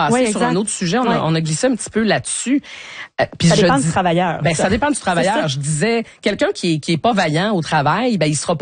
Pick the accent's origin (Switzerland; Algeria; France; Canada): Canada; que ce soit chez nous au Canada ou ailleurs à travers le monde